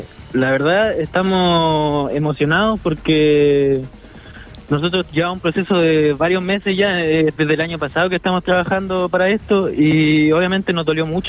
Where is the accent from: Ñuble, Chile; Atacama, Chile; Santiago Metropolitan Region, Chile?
Ñuble, Chile; Chillán Viejo; soy de Chillán Viejo.